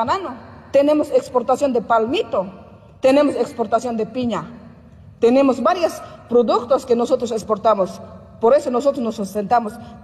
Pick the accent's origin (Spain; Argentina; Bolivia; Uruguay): Bolivia; Cochabamba; nosotros no somos narcotraficantes, nosotros somos del trópico de Cochabamba productores, que nosotros mantenemos, nos sustentamos con la producción.